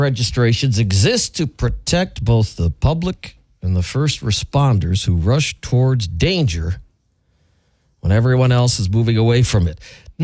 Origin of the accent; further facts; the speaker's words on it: Wisconsin, United States; My dad's pickup truck, which has Wisconsin plates. I'm from right here. I'm a local yokel.